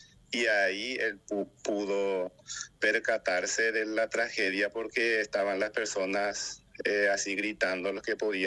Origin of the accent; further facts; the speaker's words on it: Arroyito, Concepción, Paraguay; now in Concepción, Paraguay; concesionero de Arroyito soy